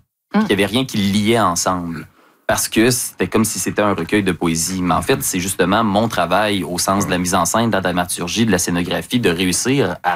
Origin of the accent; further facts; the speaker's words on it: Lévis, Quebec, Canada; Après avoir passé toute mon enfance à Lévis